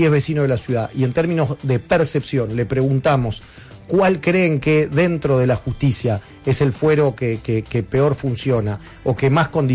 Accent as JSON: {"language": "Spanish", "region": "Buenos Aires", "country": "Argentina"}